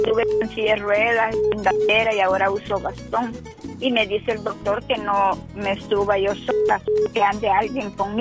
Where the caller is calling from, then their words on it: Santa Ana, El Salvador; Yo vivo en Santa Ana, Cantón Natividad, Colonia Cel.